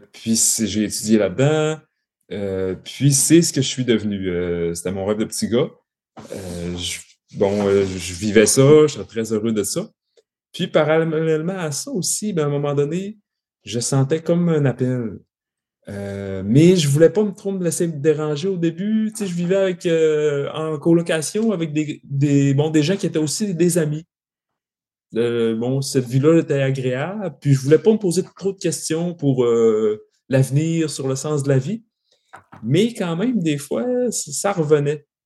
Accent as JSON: {"language": "French", "town": "Saint-Prime", "region": "Quebec", "country": "Canada", "tie": "born or raised there", "said": "je suis originaire de Saint-Prime, un petit village du lac Saint-Jean. C'est un petit village agricole de campagne situé entre Roberval et Saint-Félicien."}